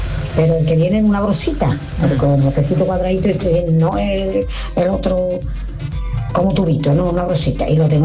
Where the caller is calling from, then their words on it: Utrera, Andalusia, Spain; de Utrera